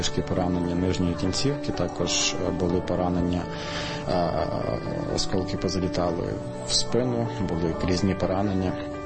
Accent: Zhytomyr Oblast, Ukraine; і я сам з Житомирщини, і хотів дійсно долучитися до лав 95-ї.

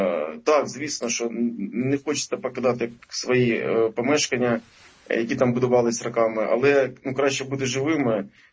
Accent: Kharkiv, Kharkiv Oblast, Ukraine; я хочу сказати, ну, як харків'янин

